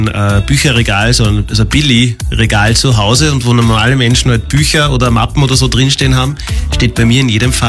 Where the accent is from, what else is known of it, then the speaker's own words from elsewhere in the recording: Lower Austria, Austria; Komm ich aus der Wachau.